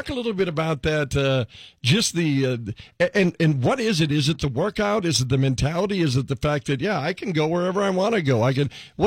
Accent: Williston, North Dakota, United States; I grew up in Williston, even if you grew up in Fargo, that's just massive news.

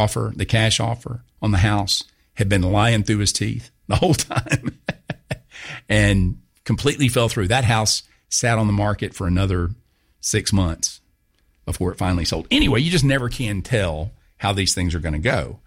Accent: Augusta, Georgia, United States; But Augusta's my hometown.

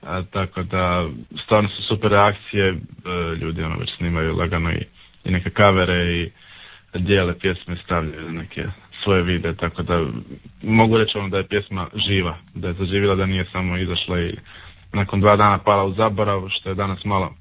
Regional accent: Pitomača, Virovitica-Podravina County, Croatia; moved away as an adult; also born or lived in Zagreb; now in Ljubuški, Bosnia and Herzegovina; živimo u Ljubuškom, u Hercegovini, inače pod rijetlom Podravec iz Pitomače, studirao u Zagrebu i evo sad na put doveo u Hercegovinu

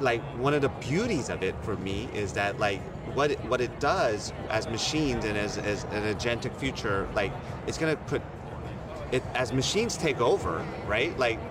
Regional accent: California, United States; now in New York City, United States; I'm also from the Bay Area. I was born and raised. I now live in New York City.

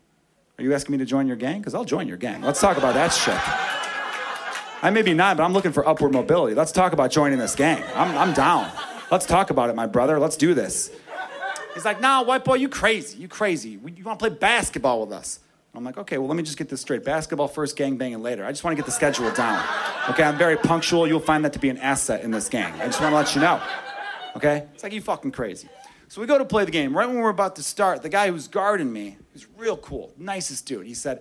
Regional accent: Chicago, Illinois, United States; I grew up here. I grew up on the Northwest Side. I love it there. It's great. You know, my neighbor was a little diverse, I guess. It's like 40% Hispanic, 30% Polish, and then the rest, like regular white people like me, right?

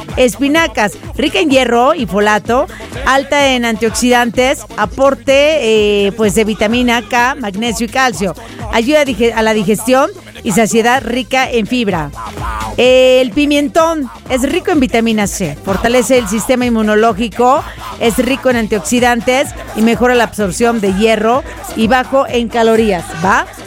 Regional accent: Mazatlán, Sinaloa, Mexico; ¡Qué bonito es ser mexicana y ser sinaloense y mazatleca! ¡Sí, señor!

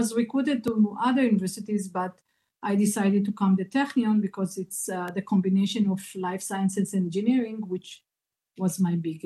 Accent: Ashdod, Southern District, Israel; also born or lived in Morocco; I was born in Morocco, and I did Aliyah, or came to Israel, when I was a year and a half, like 18 months, with my mother and grandmother. And since then, of course, we lived, all our three women, together in a city called Ashdod in Israel.

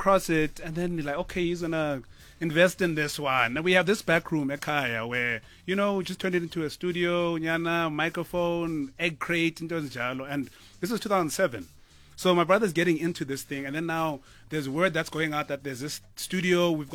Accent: Kokstad, KwaZulu-Natal, South Africa; In Kokstad is it's one of those places that you drive by.

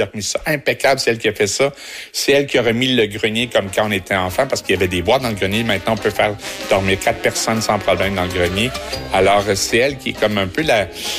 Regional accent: Matane, Quebec, Canada; born there; also born or lived in Montreal; je suis né à Matane. J'habite à Matane après un long détour à Montréal.

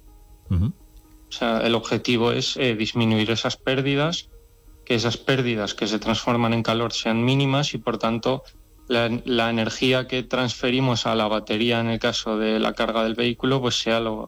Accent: Zaragoza, Aragon, Spain; born there; Yo ya nací aquí en Zaragoza.

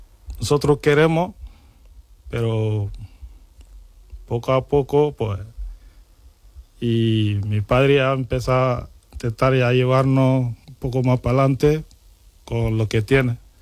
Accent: Mali; moved away as an adult; now in Roquetas de Mar, Spain; si hablamos de mi infancia ahí en Mali, me ha pasado un poco duro, porque he salido de una familia de pobres

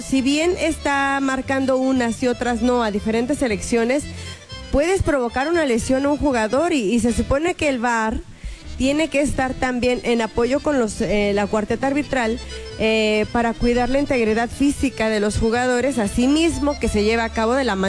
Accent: Mexico

